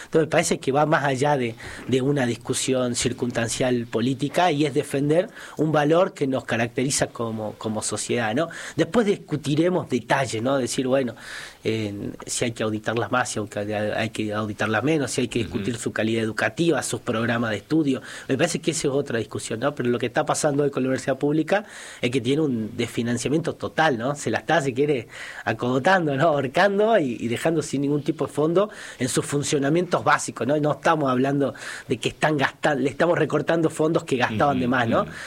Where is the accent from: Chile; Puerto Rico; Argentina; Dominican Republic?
Argentina; Nosotros somos Argentina en gran parte